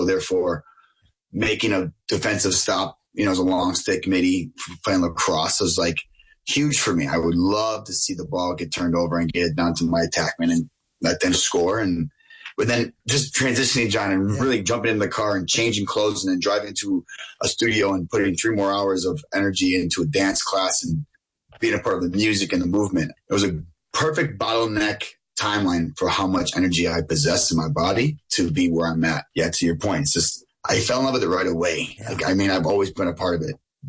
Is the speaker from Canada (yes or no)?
no; Buffalo, New York, United States; So I would not be who I am if I was not from Buffalo. I take Buffalo so serious, and I love Buffalo.